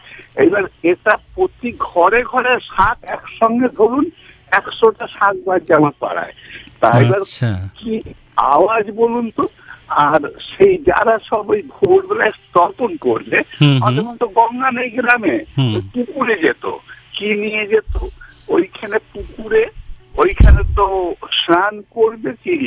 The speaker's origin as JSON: {"language": "Bangla", "town": "Sribati", "region": "West Bengal", "country": "India", "tie": "born or raised there", "said": "আমার পূর্ব বর্ধমান জেলা কাটোয়া থানা শ্রীবাটি গ্রাম, হজ পাল গ্রাম ছিল কিন্তু জমিদারের গ্রাম"}